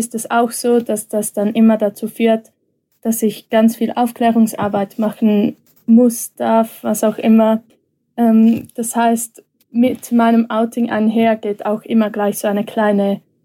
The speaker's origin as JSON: {"language": "German", "country": "Switzerland", "said": "Ich komme aus der Schweiz, was ihr vielleicht an meinem Akzent hören könnt."}